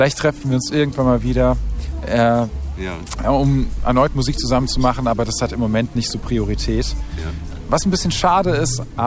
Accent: Ladenburg, Baden-Württemberg, Germany; moved away as an adult; also born or lived in Viernheim, Hesse; now in Offenbach, Germany; ich bin schon seit 2010 im Rhein-Main-Gebiet, aber komme ursprünglich aus der Mannheimer Ecke. Ich bin in Ladenburg und Firnheim aufgewachsen und bin ein guter alter Kurpelser. Ajo, wäscht wie Schmähen.

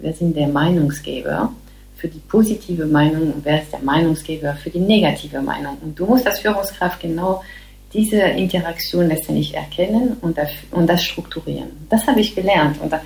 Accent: France; German is a second language; now in Germany; ich bin eine Frau, ich bin Französin.

